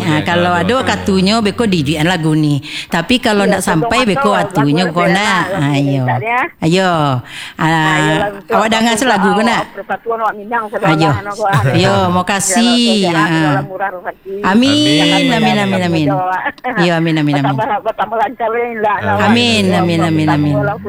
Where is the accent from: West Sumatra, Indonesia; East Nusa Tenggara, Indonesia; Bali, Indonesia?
West Sumatra, Indonesia; Pariaman; Oh, kami apa orang Pariaman, mau pakai kumbuah.